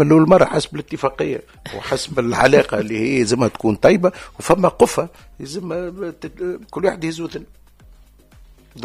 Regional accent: Tunisia; انا تونسي في عائله كبيره، العائله الكبيره بتاعي سي تونس.

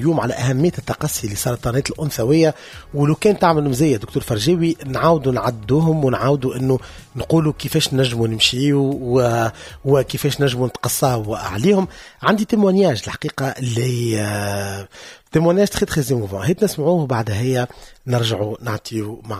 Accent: Tunisia; احنا شعب تونسي

